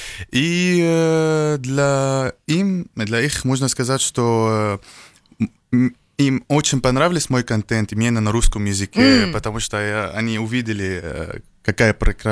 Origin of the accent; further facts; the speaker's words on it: Syria; Russian is a second language; now in United Arab Emirates; я из Сирии, живу в Эмиратах.